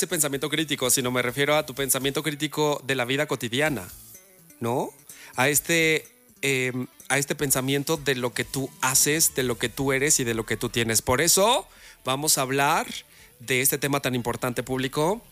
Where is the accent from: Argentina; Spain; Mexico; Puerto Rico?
Mexico